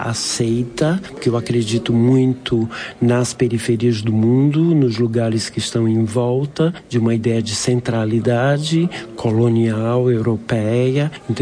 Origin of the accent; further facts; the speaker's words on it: Brazil; eu, sendo brasileiro